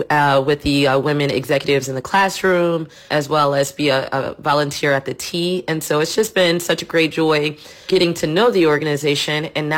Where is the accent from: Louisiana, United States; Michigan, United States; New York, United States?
Louisiana, United States; New Orleans; born or raised there